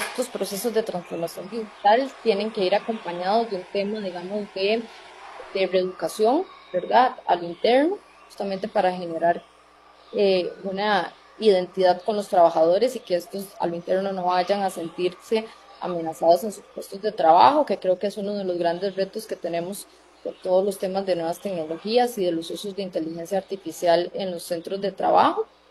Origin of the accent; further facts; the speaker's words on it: Costa Rica; yo soy producto del Estado Social de Derecho y de la política de justicia social de este país, de Costa Rica. Yo estudié en escuela pública, estudié en colegio público, estuve en la Universidad de Costa Rica